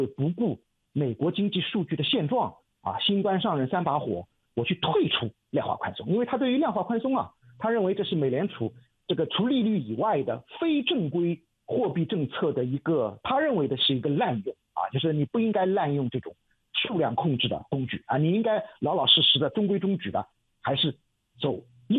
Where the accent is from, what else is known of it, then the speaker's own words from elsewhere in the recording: China; 我们中国人